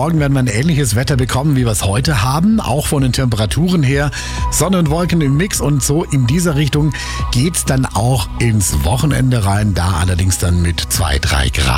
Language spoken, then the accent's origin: German; Baden-Württemberg, Germany; Gut, aber ich bin aus der Region